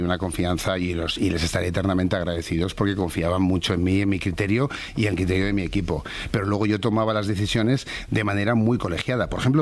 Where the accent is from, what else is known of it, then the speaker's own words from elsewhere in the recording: Seville, Andalusia, Spain; now in Madrid, Spain; yo empecé aquí mi primer trabajo como becario en Madrid cuando vine de Sevilla